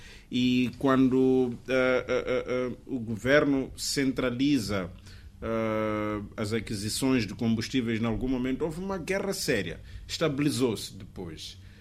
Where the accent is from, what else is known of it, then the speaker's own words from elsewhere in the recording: Mozambique; uma medida acertada, só ganhamos como moçambicanos.